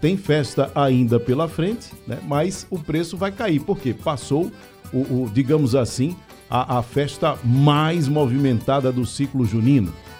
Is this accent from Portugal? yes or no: no; Brazil; em Ouro Preto, né? Onde eu cresci